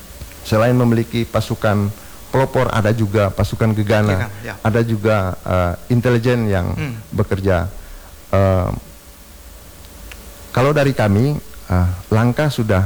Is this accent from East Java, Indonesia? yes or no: no; North Maluku, Indonesia; wilayah Maluku Utara ini kebetulan kita juga putra daerah.